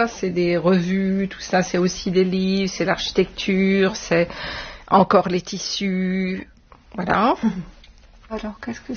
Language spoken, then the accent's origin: French; Réunion; je viens de La Réunion, c'est un axe Afrique-Asie, donc on est très loin de la France